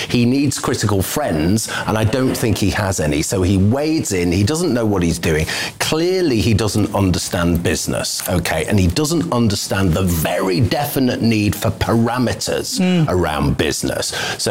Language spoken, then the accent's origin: English; Manchester, North West England, United Kingdom; No, it wasn't. I'm from Manchester, I know.